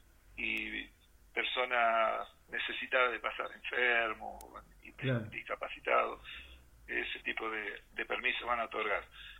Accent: Argentina; also born or lived in Mar del Plata; now in La Paz, Bolivia

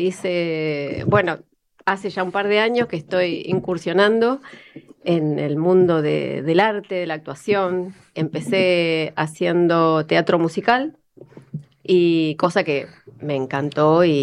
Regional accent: Buenos Aires, Argentina; Yo soy del Abasto

